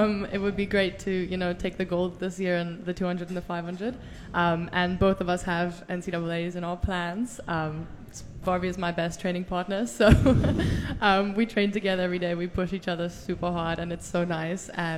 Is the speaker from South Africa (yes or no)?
yes; South Africa; moved away as an adult; now in New Orleans, United States; Yeah, so I'm from South Africa.